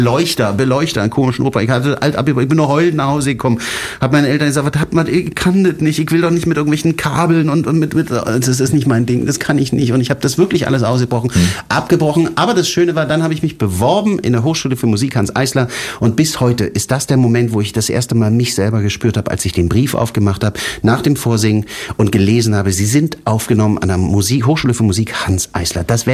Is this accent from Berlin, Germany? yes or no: yes; Berlin, Germany; mein Vater kommt so aus Dresden, aber ich bin in Berlin aufgewachsen. Zweisprachig, Deutsch und Italienisch, ja.